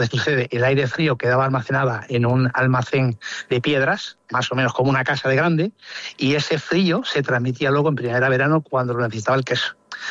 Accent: Extremadura, Spain; yo soy extremeño y yo fui uno de los promotores de la Feria Nacional del Queso de Trujillo.

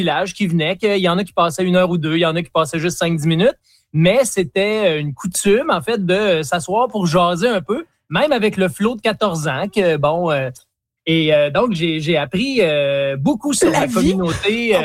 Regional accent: Quebec, Canada; je suis de la Mauricie, un petit village, et j'ai travaillé là comme j'avais 14-15 ans.

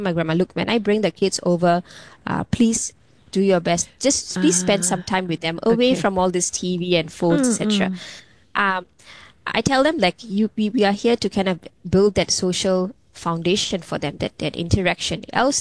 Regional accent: Singapore; I mean, as a Singaporean, right? You have your own identity, and of course, being an Indian Singaporean

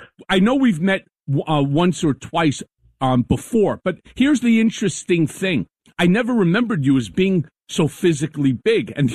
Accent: New York, United States; it's something that's extremely, extremely personal to me as a New Yorker.

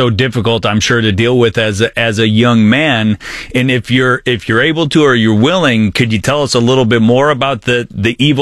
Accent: Detroit, Michigan, United States; the suburbs that I grew up in Detroit

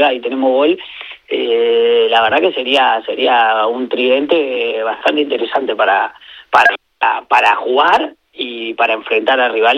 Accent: Uruguay; nosotros siendo uruguayos tenemos la obligación de con España tener que estar ahí mandando en el grupo.

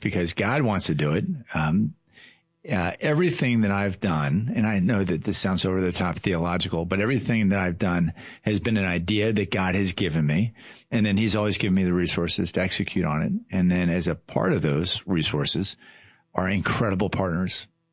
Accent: Baltimore, Maryland, United States; Well, it's funny you talk about Southern upbringing. So I grew up in Baltimore

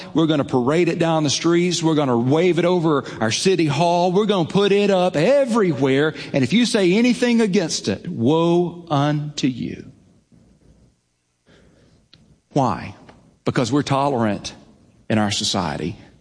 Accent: the South, United States; when I was like, was a kid growing up in the Bible Belt

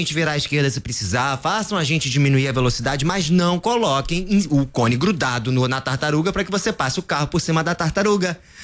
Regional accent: Rio de Janeiro, Brazil; eu como carioca e como tijucano

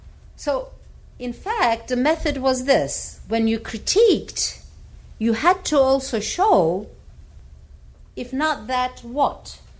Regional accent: Dersim, Tunceli Province, Turkey; and I am from Dersim

